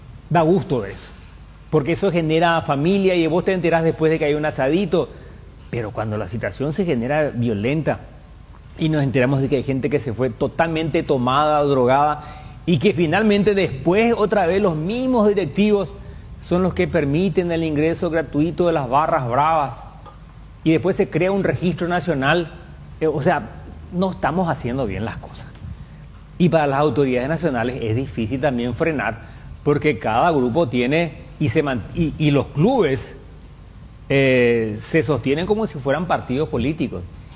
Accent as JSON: {"language": "Spanish", "country": "Paraguay", "said": "Como paraguayo te puedo decir"}